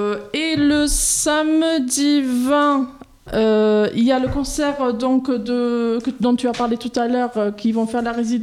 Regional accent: England, United Kingdom; French is a second language; also born or lived in Toulouse; now in France; En fait, je suis à la base anglaise. Vous l'entendez peut-être dans mon petit accent.

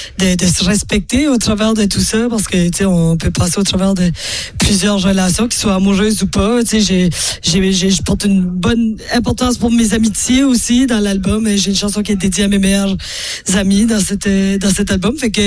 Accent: New Brunswick, Canada; moved away as an adult; now in Montreal, Canada; Tu sais, c'était une petite banlieue francophone où j'ai grandi. Mais moi, mon Acadie... J'étais super choyée parce que là où est-ce que j'habitais, en fait, j'étais à 20 minutes de tout. T'sais, on est à 20 minutes de la forêt, 20 minutes de la plage.

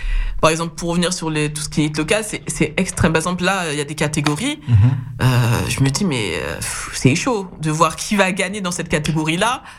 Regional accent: Antilles, France; pour nous, ultramarins

